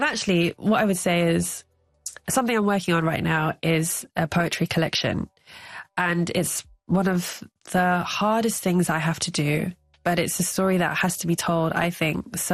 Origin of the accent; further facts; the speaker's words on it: London, United Kingdom; I grew up, you know, as a Londoner, certainly from school, it's not the cool thing, is it, to love nature and birds.